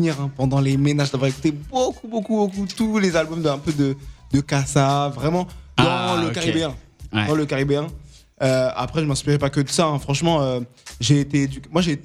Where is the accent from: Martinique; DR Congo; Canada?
Martinique